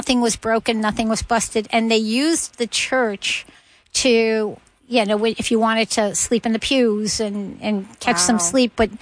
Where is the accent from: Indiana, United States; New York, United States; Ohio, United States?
New York, United States; Believe it or not, I'm a New Yorker who loves country music.